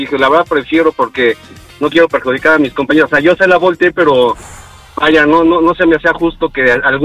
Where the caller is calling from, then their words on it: Mexico City, Mexico; Aquí, de la Ciudad de México. De Coyoacán.